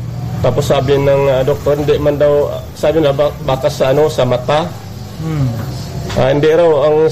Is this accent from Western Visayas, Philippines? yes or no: yes; Western Visayas, Philippines; Abiera Sebastian Antique.